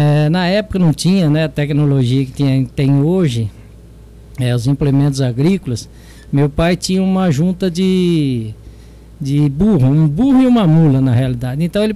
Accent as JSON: {"language": "Portuguese", "town": "Taiaçu", "region": "São Paulo", "country": "Brazil", "tie": "born or raised there", "also_born_or_lived": "Jaboticabal", "lives_now": "Monte Alto, Brazil", "said": "Olha, na realidade, eu nasci em Jabuticabal, mas fui criado em Itaiaçu. Moramos durante vários anos, 7, 8 anos, na fazenda do Evaristo Balsanelli, lá em Itaiaçu, da família Balsanelli, né?"}